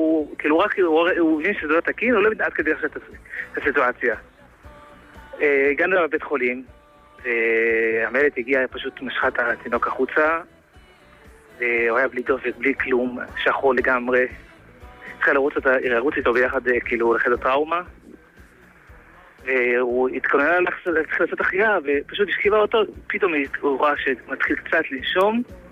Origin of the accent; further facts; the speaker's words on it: Jerusalem, Jerusalem District, Israel; אני ירושלמי מקור, כן.